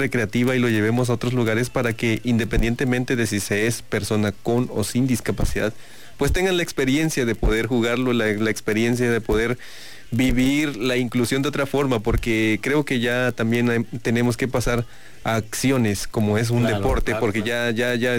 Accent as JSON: {"language": "Spanish", "region": "Tabasco", "country": "Mexico", "said": "somos de aquí, de Tabasco, todos."}